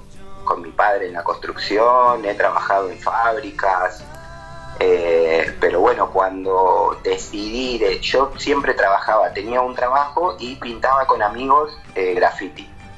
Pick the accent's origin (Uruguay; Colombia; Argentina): Argentina; Buenos Aires Province; soy de las afueras de Buenos Aires, digamos, estoy a más o menos a 2 horas de la capital federal.